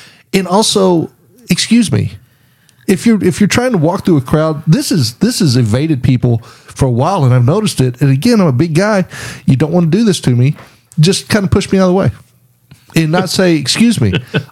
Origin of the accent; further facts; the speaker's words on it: Irving, Texas, United States; I'm from Texas. I'm Irving, but at the time it was a small town, and I grew up in the country.